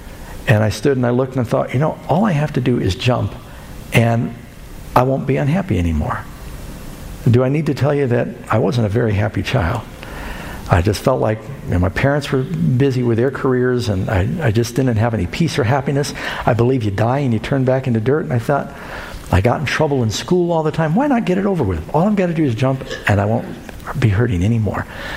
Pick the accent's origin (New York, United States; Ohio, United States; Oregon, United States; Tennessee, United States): New York, United States; New York City; also born or lived in Southern California; Now, I grew up mostly in New York City. I'm born in Southern California. Mom moved to New York City after she divorced Dad.